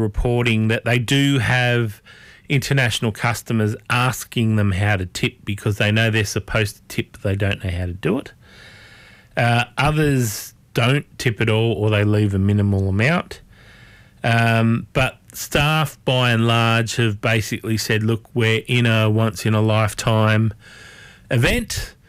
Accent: Australia; I don't know whether people see the stress on my face, or because I'm Australian they let me get away with it

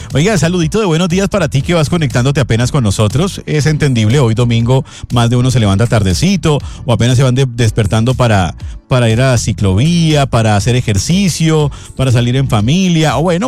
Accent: Baranoa, Atlántico, Colombia; born there; moved away; la tierra donde yo nací, que es Baranoa. Baranoa, allá en el departamento del Atlántico.

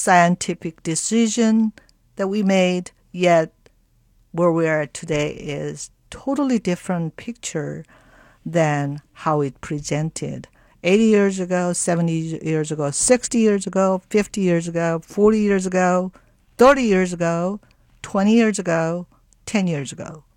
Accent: South Korea; now in United States; And I'm from South Korea.

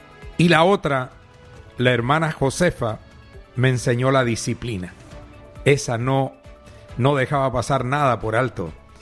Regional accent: Chile; born there; yo nací en Chile, como todos ustedes saben, y yo me eduqué con monjas colombianas

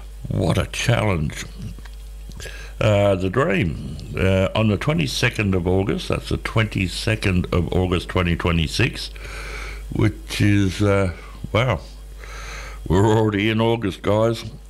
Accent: Walgett, New South Wales, Australia; After hearing the news, another lady in my hometown of Walgett has been diagnosed.

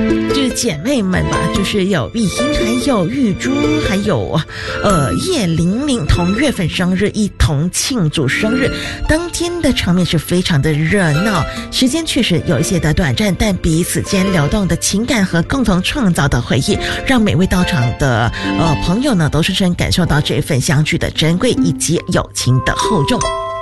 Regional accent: Sungai Buloh, Selangor, Malaysia; 我的义妹还特别挑选来到雪兰莪州双溪毛诺我的家乡里，

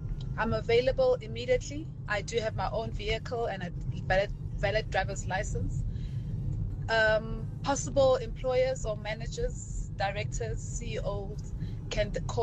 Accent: Johannesburg, Gauteng, South Africa; from Johannesburg.

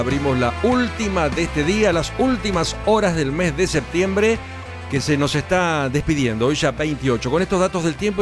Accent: Argentina; lo que somos los argentinos

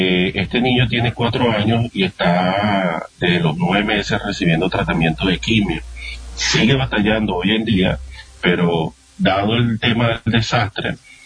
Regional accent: Venezuela; porque a nosotros como venezolanos nos caracteriza esto

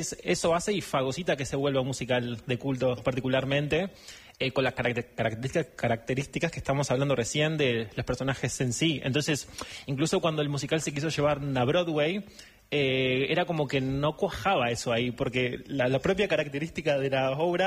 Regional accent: Uruguay; moved away as an adult; now in Madrid, Spain; Yo soy de Uruguay. Me formé en la Escuela Nacional de Ópera allá

